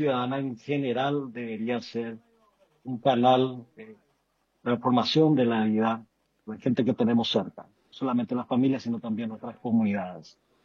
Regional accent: Paraguay

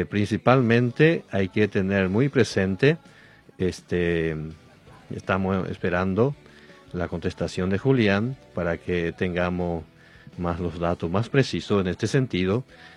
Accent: Luque, Central, Paraguay; vengo de Luque, puedo sentir eso a propia piel.

